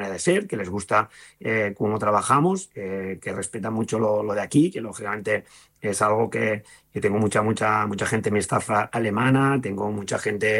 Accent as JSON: {"language": "Spanish", "town": "Granollers", "region": "Catalonia", "country": "Spain", "tie": "born or raised there", "said": "quien realmente ha seguido mi carrera y que me conocía incluso estando, da igual, en mi pueblo, en Granollers"}